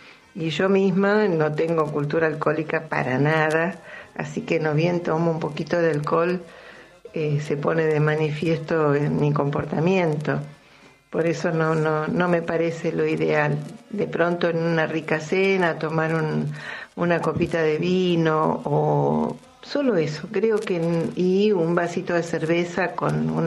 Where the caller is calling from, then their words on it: Villa Devoto, Buenos Aires, Argentina; Les dejo un cariño grande … de Devoto.